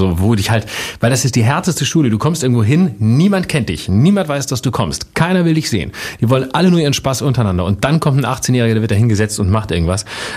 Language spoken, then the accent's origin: German; Lörrach, Baden-Württemberg, Germany; Da habe ich bei der offenen Bühne in Lörrach an der Grenze zu Basel, wo ich herkomme, mitgemacht.